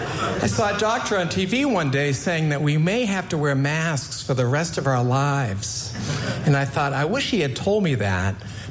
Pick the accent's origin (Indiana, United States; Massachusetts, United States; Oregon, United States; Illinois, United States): Massachusetts, United States; Boston; now in Los Angeles, United States; So I'm from Boston originally, but I live in Los Angeles now, and things shut down there around March of 2020.